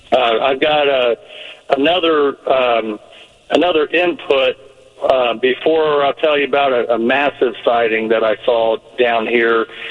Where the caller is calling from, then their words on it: Allenville, Ohio, United States; I'm actually in Allenville, Ohio, just where your guest was talking about.